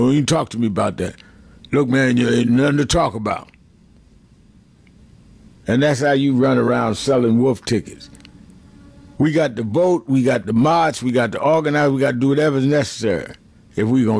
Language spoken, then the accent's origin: English; Evanston, Illinois, United States; born there; I was born in Evanston.